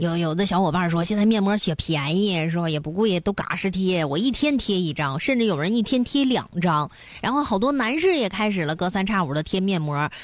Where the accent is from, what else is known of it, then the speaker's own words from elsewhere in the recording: China; 咱是中国人